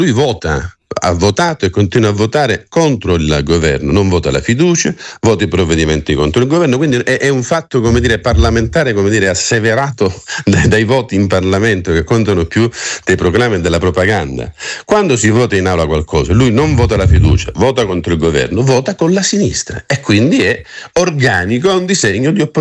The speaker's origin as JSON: {"language": "Italian", "region": "Sicily", "country": "Italy", "said": "perché io sono siciliano, allora ho più diritti di uno nato in Val d'Aosta"}